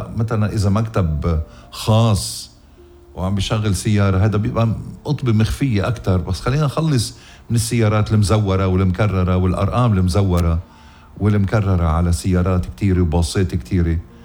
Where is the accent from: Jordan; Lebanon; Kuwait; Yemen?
Lebanon; يا بلدي لبنان